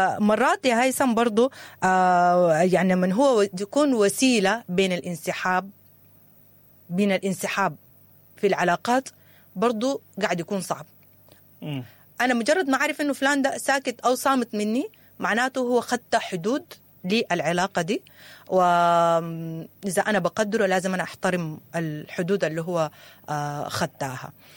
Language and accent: Arabic; Sudan; واحنا يعني كسودانيين